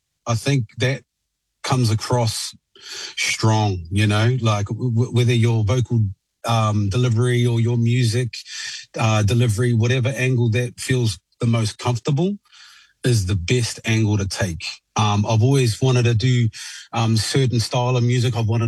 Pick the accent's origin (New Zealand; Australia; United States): New Zealand; Taranaki; Oh, yeah. I was raised in Taranaki, and we used to go, dive.